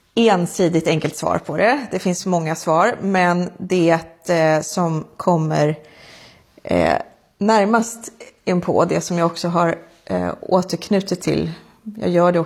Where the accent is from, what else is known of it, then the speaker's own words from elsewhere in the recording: Sweden; det är väl kanske där som min svenska naivitet ligger, att som svensk så har man gärna velat tänka att nej, men jag ser inte hudfärg